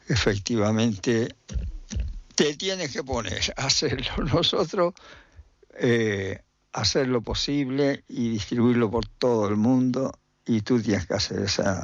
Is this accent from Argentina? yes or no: no; Guatiza, Canary Islands, Spain; la zona de la Vega de Guatiza, donde yo nací en Guatiza